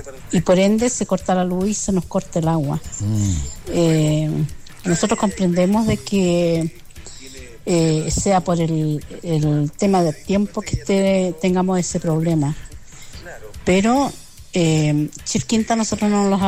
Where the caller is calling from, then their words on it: La Calera, Valparaíso, Chile; Sabe que nosotros somos de Pachacamita.